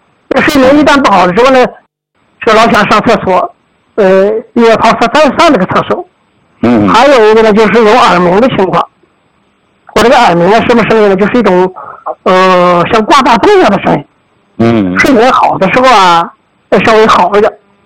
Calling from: Xuancheng, Anhui, China; 我是来自安徽宣城的一个听众。

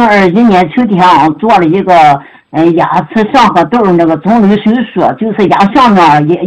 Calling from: Changji, Xinjiang, China; 我是新疆昌吉的学员

